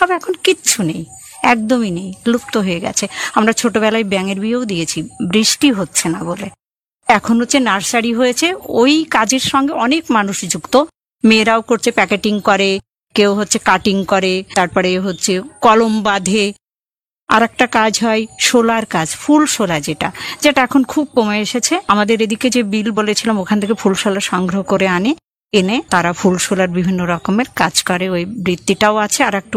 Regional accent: Asannagar, West Bengal, India; এই সমস্ত ছিল আমাদের আসাননগর। বিল এবং খাল বেষ্টিত এবং ঝোর বেষ্টিত, উত্তর এবং পশ্চিম দিক ঝোর বেষ্টিত।

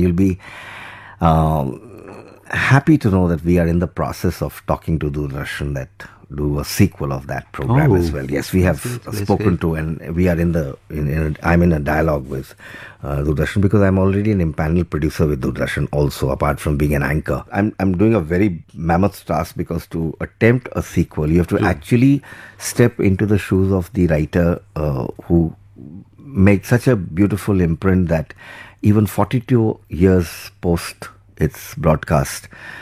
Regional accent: Delhi, India; born there; I'm from Morden.

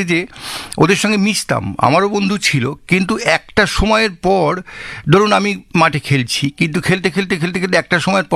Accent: Dhaniakhali, West Bengal, India; বেড়ে ওঠা ধনেখালি, ধনিয়াখালি, তাঁতের শাড়ি যে সেই জায়গাতে আমার বেড়ে ওঠা।

